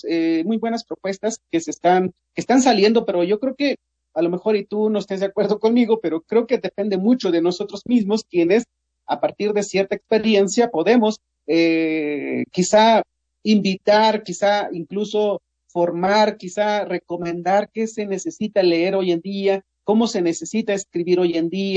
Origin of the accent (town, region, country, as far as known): Mexico